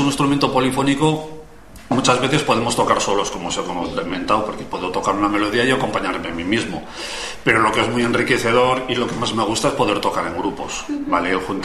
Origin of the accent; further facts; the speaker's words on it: San Sebastián, Basque Country, Spain; porque yo nací en San Sebastián. Y allí, pues la verdad es que en la comunidad del País Vasco, pues un instrumento muy popular.